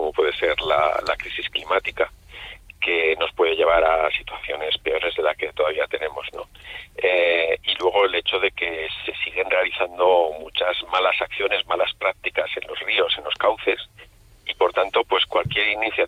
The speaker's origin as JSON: {"language": "Spanish", "town": "Logroño", "region": "La Rioja", "country": "Spain", "tie": "born there", "moved": "yes", "said": "Yo que nací en Logroño y relativamente cerca, en la calle R. Díaz"}